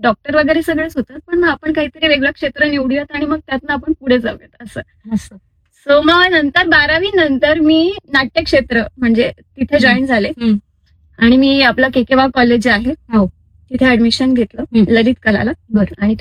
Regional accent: Nashik, Maharashtra, India; also born or lived in Lasalgaon; So माझा जन्म नाशिकचाच, म्हणजे लासलगावचा जन्म आहे, पण मी लहानपणापासून नाशिकमध्येच आहे. आणि माझं शिक्षण हे मराठा हायस्कूलमध्ये झालं.

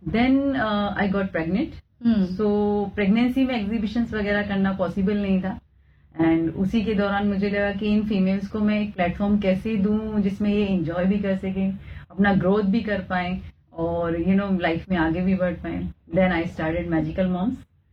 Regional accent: Delhi, India; moved away as an adult; now in Mumbai, India; I got married and I shifted to Mumbai. मैं दिल्ली से हूँ, दिल्ली से फिर मैं इधर आई।

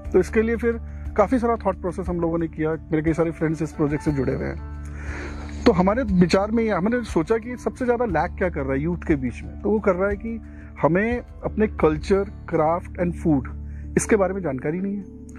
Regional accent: Chhani, Uttarakhand, India; born there; क्योंकि मैं खुद छानी में पैदा हुआ हूँ। तो और परियों के देश के नीचे की छानी थी वो, खैट पर्वत की, जहाँ मेरा जन्म हुआ है

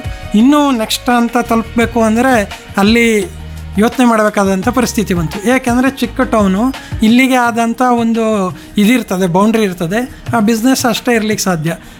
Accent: Mysore district, Karnataka, India; moved away as an adult; also born or lived in Sagara / Maharashtra / Gujarat / Delhi; ನಾನು ಹುಟ್ಟು ಬೆಳೆದಿದ್ದೆಲ್ಲ ಮೈಸೂರು ಡಿಸ್ಟ್ರಿಕ್ಟ್ ಅಲ್ಲಿ, ಬಟ್ ನಾವು ಮೂಲತಃ ಸಾಗರದವರು.

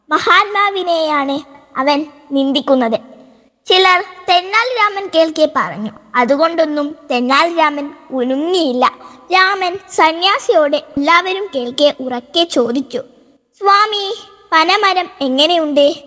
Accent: Kallerikkara, Kerala, India; എന്റെ നാട് കല്ലേരിക്കര. ഞാൻ 6-ാം ക്ലാസ്സിലാണ് പഠിക്കുന്നത്.

